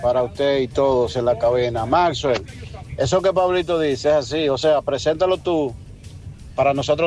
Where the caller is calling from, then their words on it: Santiago de los Caballeros, Santiago, Dominican Republic; nosotros somos de Santiago